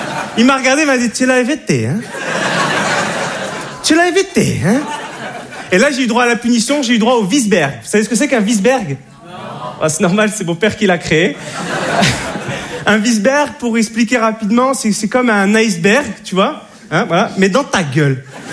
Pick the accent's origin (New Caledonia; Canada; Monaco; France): Monaco; Monte Carlo; Et je suis de Monaco, Monte Carlo.